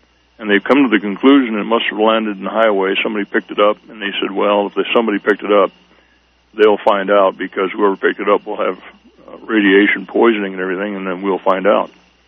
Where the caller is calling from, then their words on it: New Mexico, United States; I'm in New Mexico.